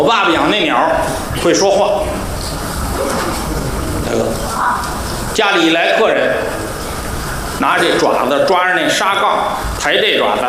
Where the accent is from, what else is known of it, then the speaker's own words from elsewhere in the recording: Beijing, China; 因为我就是老北京人，啊，老到什么程度呢？我妈妈要在世的话，93，我妈妈是朝阳门外东中街集